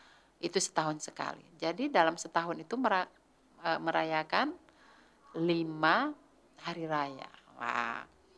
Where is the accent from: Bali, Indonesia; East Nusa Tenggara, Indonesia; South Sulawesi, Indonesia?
Bali, Indonesia; kita akan melancong melihat adat budaya dan tradisi ke kampung halamanku ini kayaknya ya. Tradisi Bali.